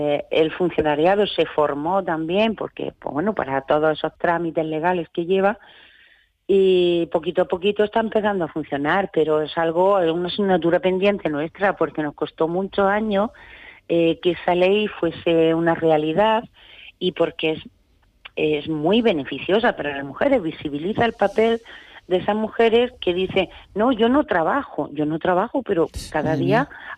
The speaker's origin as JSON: {"language": "Spanish", "region": "Andalusia", "country": "Spain", "moved": "as an adult", "lives_now": "Almería province, Spain", "said": "yo ya tengo una edad, ya peino canas y yo soy de pueblo. Yo llevo 35 años viviendo en la provincia de Almería, pero yo soy de un pueblo de Jaén."}